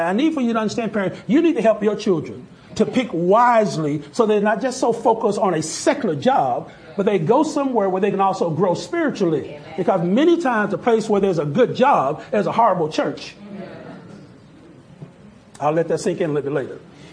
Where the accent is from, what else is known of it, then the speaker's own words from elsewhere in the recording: the South, United States; now in Oklahoma City, United States; Now, I grew up in the South, so I didn't know nothing about Oklahoma other than it was cowboy state, based on TV and stuff like that.